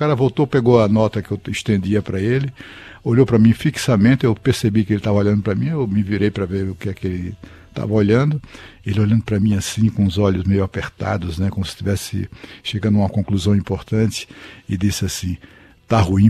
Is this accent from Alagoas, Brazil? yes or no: yes; Maceió, Alagoas, Brazil; moved away; lá na minha cidade e tal, lá em Maceió.